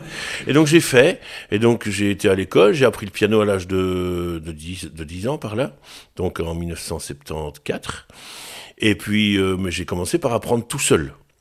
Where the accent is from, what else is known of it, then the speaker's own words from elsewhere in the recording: Charleroi, Wallonia, Belgium; also born or lived in Gosselies / Braine-le-Comte; now in Marcinelle, Belgium; Je suis né à Gosselies. Et donc, j'ai vécu à Jumet pendant une bonne vingtaine d'années. Puis, je suis arrivé à Marcinelle. Puis, j'ai déménagé pour la Brenne-le-Comte. Et puis, je suis revenu à Marcinelle.